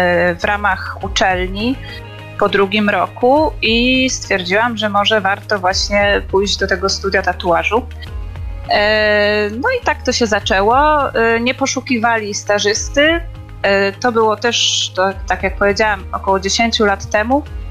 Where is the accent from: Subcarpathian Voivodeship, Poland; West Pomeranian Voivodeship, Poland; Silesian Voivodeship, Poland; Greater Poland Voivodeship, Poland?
West Pomeranian Voivodeship, Poland; Koszalin; pochodzę z Koszalina.